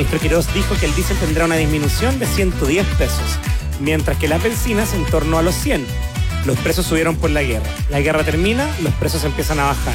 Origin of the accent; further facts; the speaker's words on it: Chile; siendo un chileno promedio